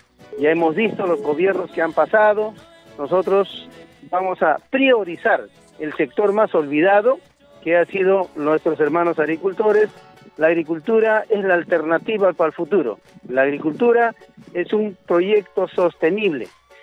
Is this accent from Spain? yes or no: no; Jimbe, Ancash, Peru; born there; agricultor, campesino, educador. Vengo de la provincia de Santa Chimbote, nacido en un distrito Cáceres del Perú, Jimbe, está ubicado en la cuenca del Valle Nepeña.